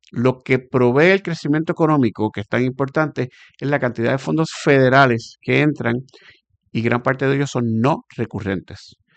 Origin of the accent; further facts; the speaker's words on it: Puerto Rico; como puertorriqueños queremos lo contrario